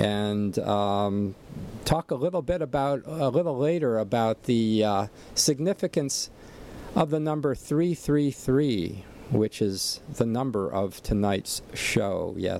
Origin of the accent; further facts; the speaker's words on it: Allentown, Pennsylvania, United States; moved away; Did my hometown proud, actually, back in Allentown, Pennsylvania.